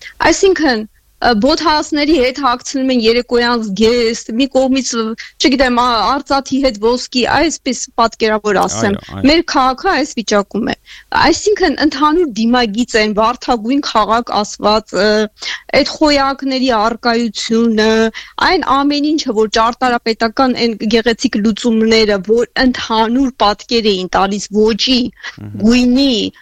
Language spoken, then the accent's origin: Armenian; Yerevan, Armenia; ես հպարտ եմ, որ երևանցի եմ